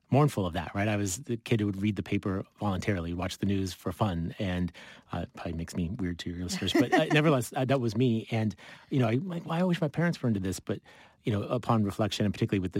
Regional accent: San Diego, California, United States; Well, we're both from Claremont, so yeah. You and I know that, but maybe if your listeners, particularly when we were growing up, you know, sort of squarely middle class, middle of the city, middle of the city's politics.

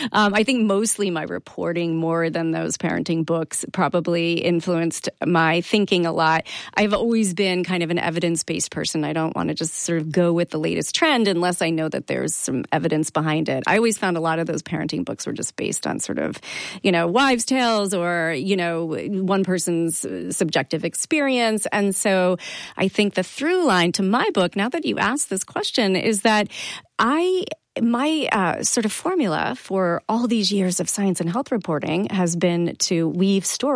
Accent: Kentucky, United States; I grew up in Kentucky and went to Churchill Downs, which is the home of the Kentucky Derby.

